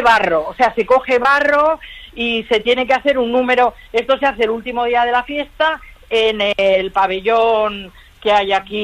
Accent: Zaragoza, Aragon, Spain; now in Granollers, Spain

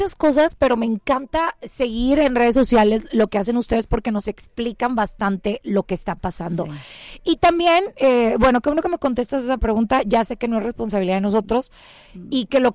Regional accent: Monterrey, Nuevo León, Mexico; Yo soy de Monterrey.

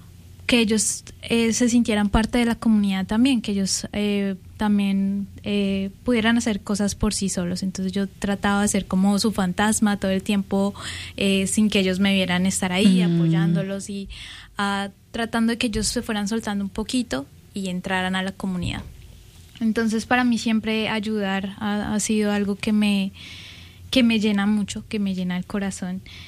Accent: Colombia; moved away; en Colombia me gustaba todo el tema de la comunidad

